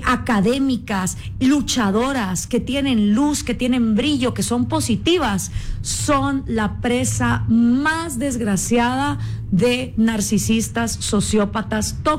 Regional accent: Guatemala; soy la única guatemalteca y voy a debatir con 8 hombres.

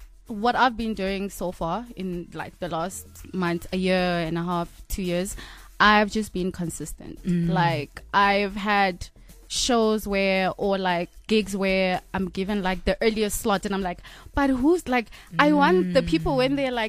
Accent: Polokwane, Limpopo, South Africa; I'm from Polokwane.

